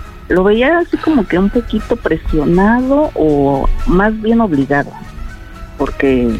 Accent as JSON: {"language": "Spanish", "region": "Mexico City", "country": "Mexico", "said": "Soy de la Ciudad de México del Sur."}